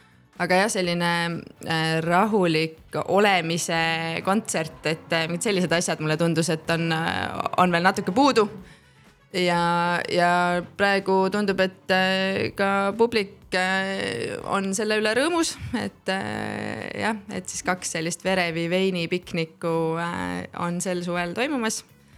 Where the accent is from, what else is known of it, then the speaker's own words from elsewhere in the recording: Elva, Tartu County, Estonia; ma olen ise Elvast pärit